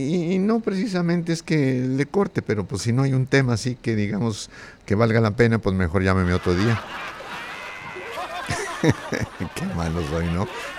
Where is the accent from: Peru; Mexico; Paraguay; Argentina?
Mexico; Tlaltenango, Zacatecas; moved away; soy de un pueblo que se llama Tlaltenango, Zacatecas. Yo comencé allá en mi pueblo